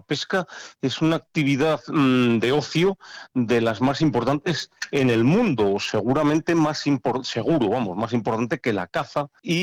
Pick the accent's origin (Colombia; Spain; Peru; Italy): Spain; Castile; Hoy día, tú y yo que somos castellanos, para que se adiestre un niño castellano en la pesca de truchas, es complicado